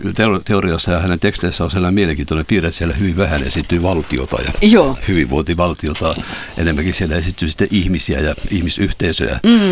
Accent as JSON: {"language": "Finnish", "town": "Mikkeli", "region": "South Savo", "country": "Finland", "tie": "born or raised there", "said": "Kasvoin Mikkelissä, joka oli varuskuntakaupunki"}